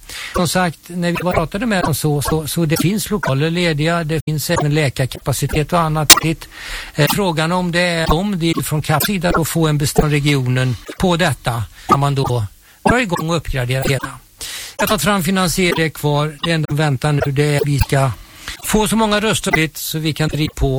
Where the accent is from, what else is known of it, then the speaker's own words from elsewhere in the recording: Älta, Stockholm County, Sweden; jag kommer från Älta